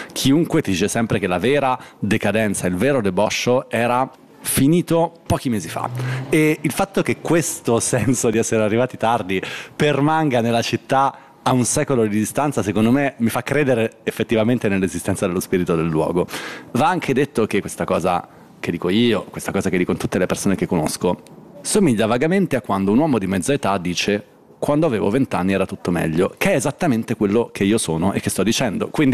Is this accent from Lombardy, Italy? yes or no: yes; Milan, Lombardy, Italy; io sono cresciuto a Milano in una stagione in cui gli spazi di alternativa sociale, che fossero occupati, autogestiti, di ogni tipo, erano tantissimi